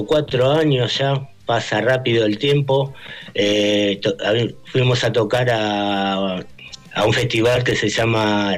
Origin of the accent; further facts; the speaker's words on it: Argentina; born there; nosotros nacimos en Argentina, mis viejos son inmigrantes, vinieron del Paraguay de muy jóvenes